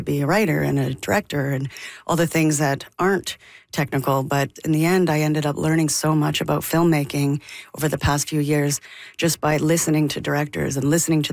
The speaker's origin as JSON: {"language": "English", "town": "Calgary", "region": "Alberta", "country": "Canada", "tie": "born or raised there", "also_born_or_lived": "Jasper, Alberta", "said": "real Albertan. And I grew up half in Jasper and then on a farm or a ranch outside of Calgary for most of my life."}